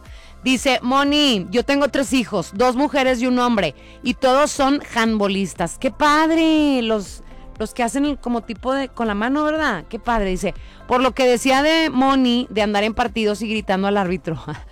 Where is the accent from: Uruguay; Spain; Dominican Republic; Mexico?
Mexico; Guadalupe, Nuevo León; moved away as an adult; now in Monterrey, Mexico; yo soy de guadalupense. Ahí nací. Ahí es mi terruño, soy guadalupense y a mucha honra, aunque ya de soltera viví en Guadalupe y ahora de casada pues soy de Monterrey.